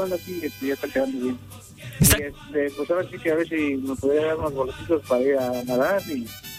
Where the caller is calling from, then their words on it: Temixco, Morelos, Mexico; Aquí en Temisco, aquí andamos escuchando en el taxi.